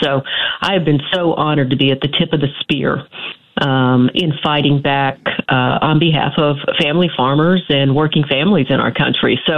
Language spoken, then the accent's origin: English; Minnesota, United States; I'm so ashamed, Richard, as a Minnesotan.